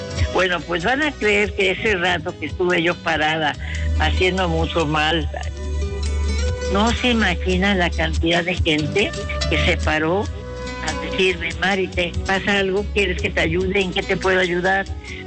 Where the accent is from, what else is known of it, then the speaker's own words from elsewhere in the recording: Puebla, Mexico; Y yo en especial soy poblana. Me siento tan orgullosa de Puebla, esta ciudad que antes era chiquitita, de 200,000 habitantes, y ahora la veo con esos edificios tan grandes, las carreteras